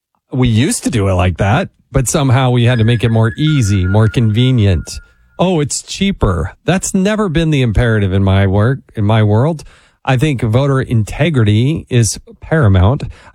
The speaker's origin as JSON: {"language": "English", "region": "Utah", "country": "United States", "tie": "born or raised there", "said": "They're on KNRS, kind of my hometown station there in Utah."}